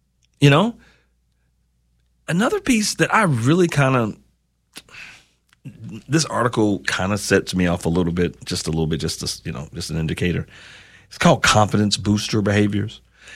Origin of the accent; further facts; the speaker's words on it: Harlan County, Kentucky, United States; I'm from Harlan County.